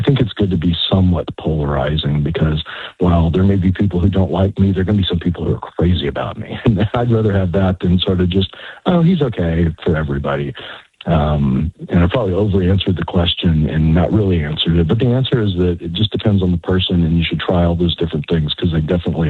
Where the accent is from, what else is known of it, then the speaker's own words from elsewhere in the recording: Texas, United States; I'm from Texas.